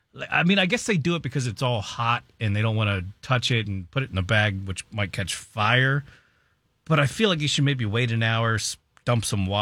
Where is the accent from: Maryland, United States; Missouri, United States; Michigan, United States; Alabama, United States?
Maryland, United States; moved away; I come from Maryland.